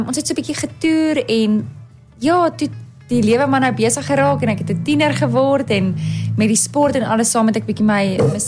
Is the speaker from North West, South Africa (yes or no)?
yes; Hartbeespoort, North West, South Africa; ek is van die pragtige area Harties. Ja. So ek gesels vandag bietjie in my tuisdorp